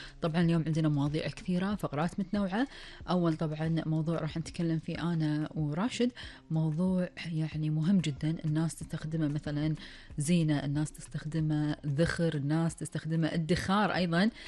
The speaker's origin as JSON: {"language": "Arabic", "country": "Kuwait", "said": "وبعدها عندنا فقرة ثانية اللي هي أخبار ديرتنا الحبيبة الكويت وآخر المستجدات."}